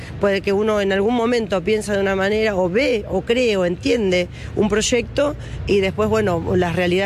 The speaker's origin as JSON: {"language": "Spanish", "country": "Argentina", "said": "Yo soy contadora, soy de acá, vivo en Capital. Soy una mamá, soy una profesional, soy hija"}